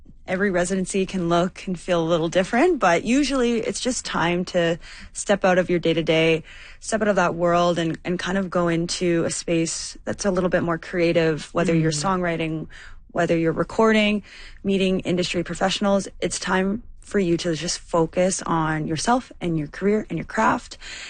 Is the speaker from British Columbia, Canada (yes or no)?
no; Thunder Bay, Ontario, Canada; I came from Thunder Bay, which is technically a city, but this is where the music industry operates.